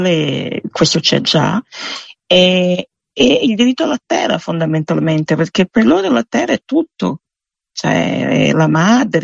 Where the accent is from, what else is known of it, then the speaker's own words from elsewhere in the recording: Mato Grosso do Sul, Brazil; moved away; una regione da dove vengo io, che è il Mato Grosso do Sul